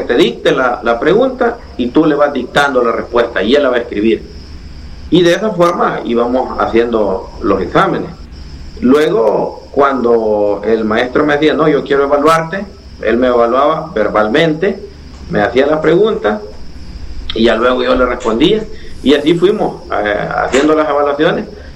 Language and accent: Spanish; Jucuapa, Usulután, El Salvador; born there; Luego en la Saúl Flores de Jucuapa, luego estudié en el bachillerato un general.